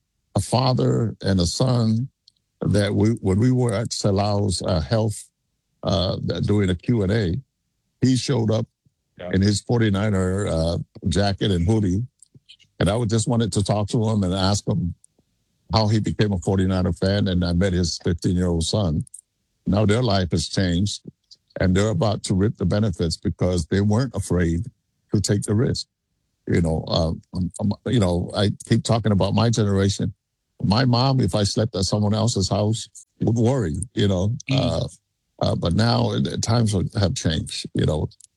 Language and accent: English; Tuamua, Samoa; a lot of people thought I was born in Texas. They don't know I came from Tuamua.